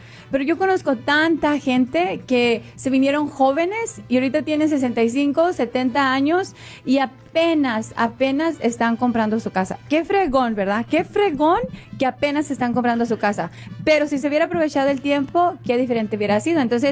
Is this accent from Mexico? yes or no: yes; Durango, Mexico; now in United States; yo vengo de Durango, México, que venimos de otros lugares y estamos aquí, pero estamos allá